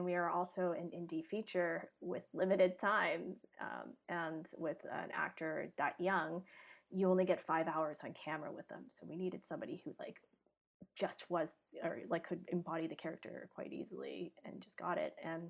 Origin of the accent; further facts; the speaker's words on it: Hong Kong; when I was growing up in Hong Kong